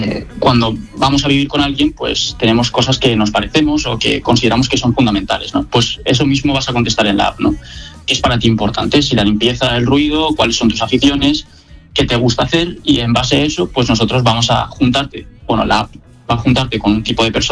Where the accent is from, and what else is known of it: Alcoy, Valencian Community, Spain; now in Valencia, Spain